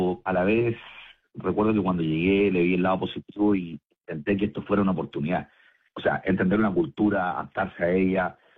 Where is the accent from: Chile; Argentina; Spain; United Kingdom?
Chile; moved away as an adult; now in Sydney, Australia; yo en Chile era, sigo siendo, pero en Chile ejercía mi título de ingeniero en construcción